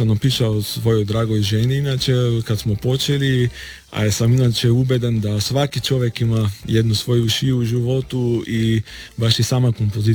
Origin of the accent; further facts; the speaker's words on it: North Macedonia; moved away; ja inače dolazim iz Makedonije